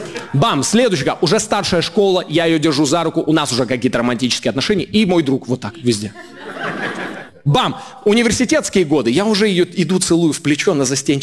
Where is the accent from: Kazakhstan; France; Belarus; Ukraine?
Kazakhstan; Ust-Kamenogorsk, East Kazakhstan Region; now in Moscow, Russia; Я редко бываю в родном городе, в Усть-Каменогорске. Я в основном нахожусь в Москве.